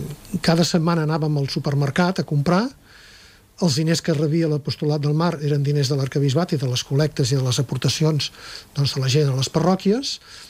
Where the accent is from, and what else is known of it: Tarragona, Catalonia, Spain; born or raised there